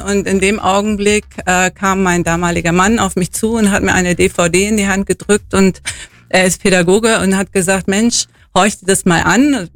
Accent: Northern Germany, Germany; moved away as an adult; now in Waltenhofen, Germany; ich bin ja keine Allgäuerin. Man hört es mir an der Zunge meistens noch an. Ich komme aus dem Norden und bin hier im Allgäu angekommen im Rahmen meiner Ausbildung. Ich habe hier Betriebswirtschaft studiert.

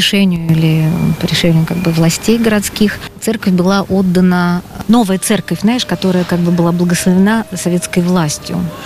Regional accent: Moscow, Russia; Я журналист из Москвы.

